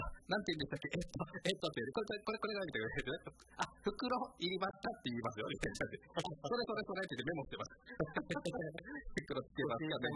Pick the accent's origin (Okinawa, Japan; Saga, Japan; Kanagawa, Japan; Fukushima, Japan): Okinawa, Japan; born there; 北山高校出身なんですけど